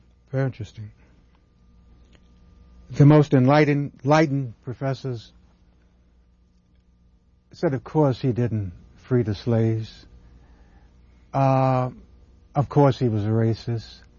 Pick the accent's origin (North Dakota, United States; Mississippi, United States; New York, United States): Mississippi, United States; Jackson; moved away as an adult; also born or lived in Clarksdale, Mississippi / Atlanta, Georgia; I was born in Clarksdale. My mother was visiting there. I grew up in Jackson, and I grew up in Jackson, Mississippi.